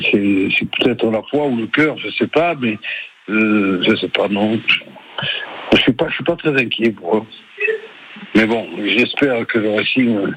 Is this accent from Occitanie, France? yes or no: yes; Toulouse, Occitanie, France; je suis Toulousain. Je suis né à Toulouse, je suis né à Saint-Simon et je suis un vrai Toulousain. Donc je suis Toulousain.